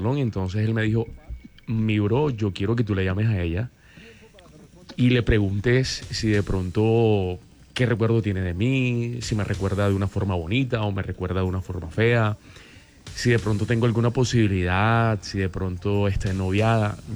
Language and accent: Spanish; Barranquilla, Atlántico, Colombia; yo soy barranquillero